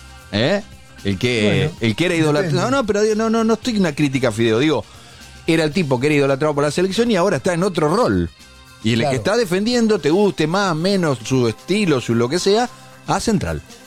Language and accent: Spanish; Argentina; Soy argentino y hablo de lo que no sé.